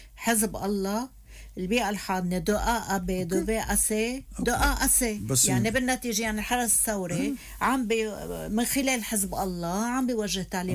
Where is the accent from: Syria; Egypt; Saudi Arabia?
Syria